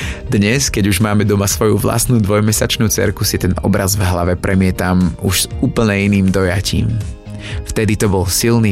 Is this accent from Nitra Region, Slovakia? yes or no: no; Žilina Region, Slovakia; Keďže pochádzam z Liptova, téma medveďov sa okolo mňa zakráda celý život.